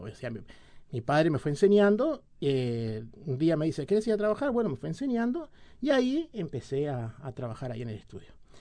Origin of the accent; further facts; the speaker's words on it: Montevideo, Uruguay; born there; Yo vivo en Garzón y Pena